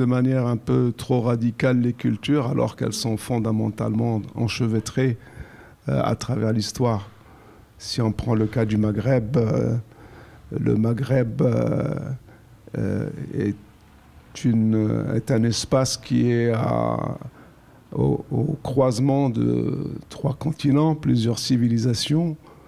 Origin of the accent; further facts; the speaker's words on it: Algeria; moved away; je suis algérien de nationalité, mais je me suis toujours considéré, même quand je vivais en Algérie, comme un citoyen du monde.